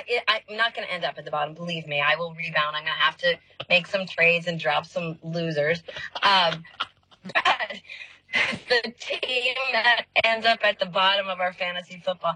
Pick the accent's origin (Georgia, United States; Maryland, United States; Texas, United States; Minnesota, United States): Minnesota, United States; we're Minnesotan